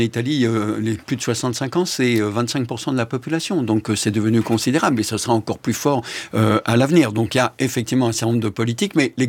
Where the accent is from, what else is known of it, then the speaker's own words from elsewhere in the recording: France; en étant justement un homme âgé, qui me surprend, mais véritablement surprend, y compris en tant que Français.